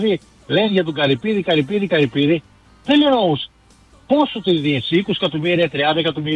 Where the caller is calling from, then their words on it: Munich, Bavaria, Germany; Γερμανία, από Μόλαχο.